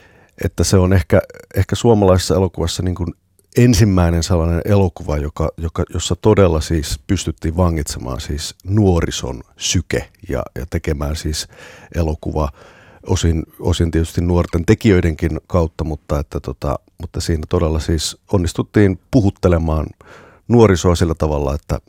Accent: Joutsa, Central Finland, Finland; olen siis itse Joutsasta kotoisin

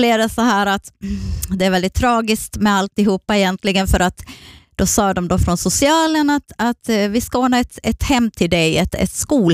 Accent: southern Sweden, Sweden; jag är uppvuxen, född i södra Sverige.

